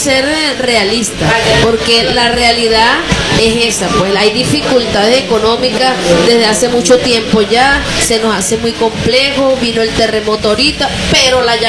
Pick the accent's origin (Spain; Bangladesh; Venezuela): Venezuela; Y nosotros como venezolanos tenemos esas tradiciones arraigadas en nuestro ser.